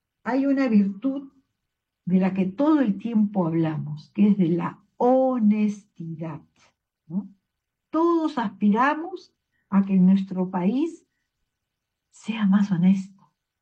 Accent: Peru; Es decir, que a nosotros como peruanos nos brote naturalmente decir siempre la verdad

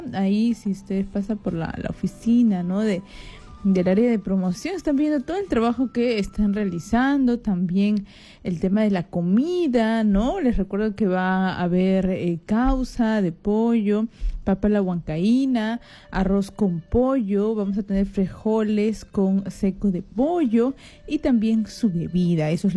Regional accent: Peru

